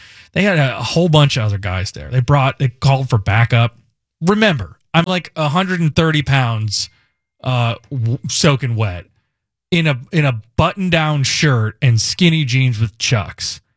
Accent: Indiana, United States; I grew up in Indiana.

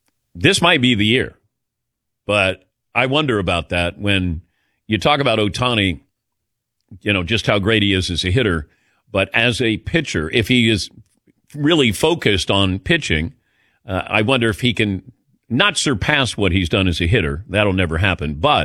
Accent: Cincinnati, Ohio, United States; I grew up in Cincinnati.

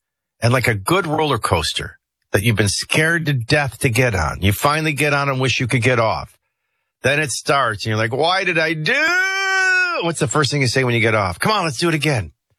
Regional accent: Chicago, Illinois, United States; Listen, I was from Chicago. I moved down to New Orleans. I'm fishing on a bayou

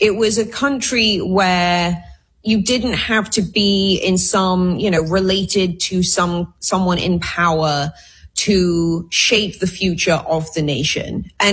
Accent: Wales, United Kingdom; When I was growing up, you know, I'm Welsh

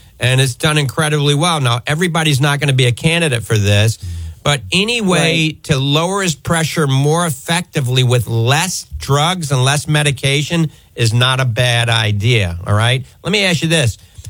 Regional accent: New Orleans, Louisiana, United States; Growing up in New Orleans, I ate a lot of shrimp.

